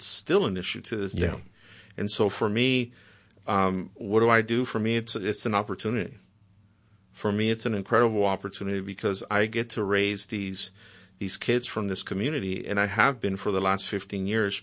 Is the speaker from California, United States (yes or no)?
yes; Watts, California, United States; also born or lived in Mexico; So although I was born in Mexico, I was raised in Watts.